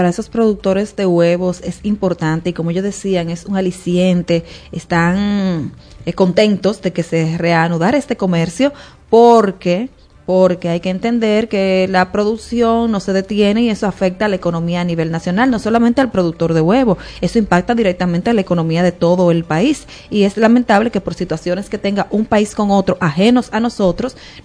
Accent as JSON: {"language": "Spanish", "country": "Dominican Republic", "said": "entre Cuba y nosotros como República Dominicana"}